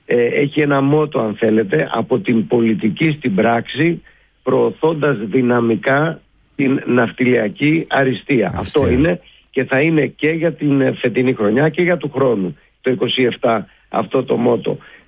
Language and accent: Greek; Greece; εμείς ως Έλληνες είμαστε υπερήφανοι